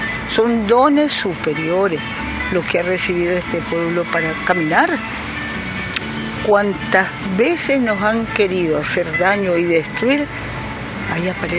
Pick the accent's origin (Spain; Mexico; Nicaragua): Nicaragua; todos somos gran espíritu nicaragüense.